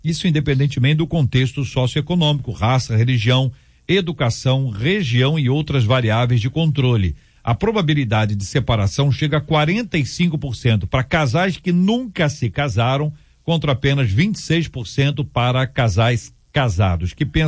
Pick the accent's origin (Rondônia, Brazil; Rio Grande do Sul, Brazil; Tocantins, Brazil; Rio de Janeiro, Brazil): Rio de Janeiro, Brazil